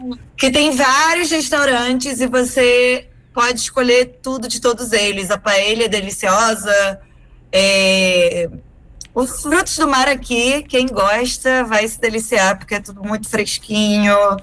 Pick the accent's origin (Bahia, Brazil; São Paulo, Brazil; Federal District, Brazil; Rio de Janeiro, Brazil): Rio de Janeiro, Brazil; Niterói; accent: Brazilian; moved away as an adult; also born or lived in Cork, Ireland / Portugal; now in Santiago de Compostela, Spain; Rio de Janeiro, eu sou de Niterói.